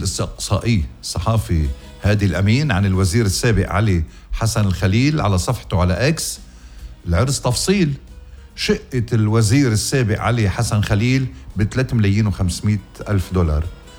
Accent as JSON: {"language": "Arabic", "country": "Lebanon", "said": "آخ يا بلدي لبنان يا مبارك"}